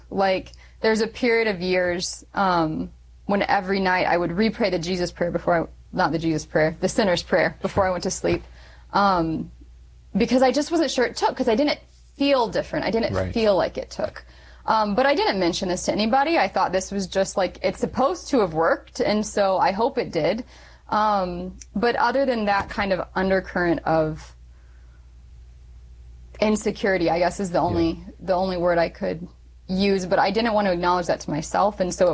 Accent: Indiana, United States; I grew up around Indiana until I was in middle school.

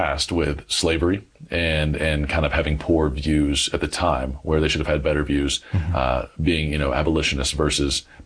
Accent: Douglasville, Georgia, United States; Yeah, so I grew up in Metro Atlanta. I grew up in Douglasville, Georgia.

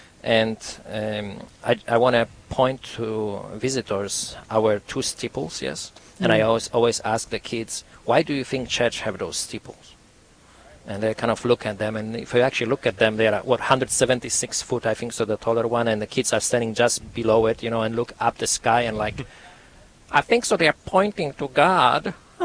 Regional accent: Poland; now in United States; really want to emphasize that, yes, it's a sacramental tour because, you see, we are Catholics, and I grew up in Poland, in a Catholic country. When I arrived to the United States, I get to know many separated brothers or Protestants in a way.

